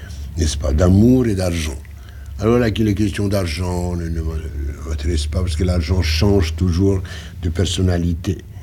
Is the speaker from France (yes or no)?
no; Poland; French is a second language; now in United States; Je suis polonais